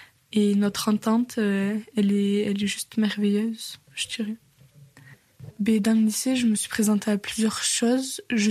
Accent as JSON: {"language": "French", "town": "Millau", "region": "Occitanie", "country": "France", "tie": "born there", "said": "J'ai 18 ans, je suis née en Aveyron, à Millau. J'ai grandi dans un milieu rural."}